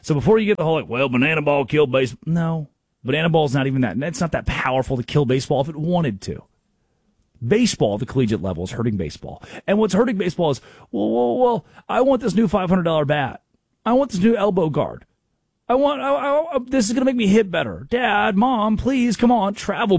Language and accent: English; Arkansas, United States; growing up in Arkansas